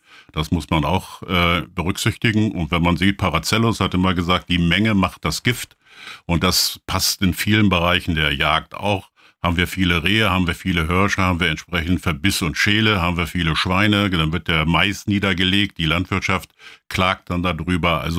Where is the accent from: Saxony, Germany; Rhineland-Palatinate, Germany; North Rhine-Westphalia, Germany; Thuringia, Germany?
Saxony, Germany; in unserer auch sächsischen Welt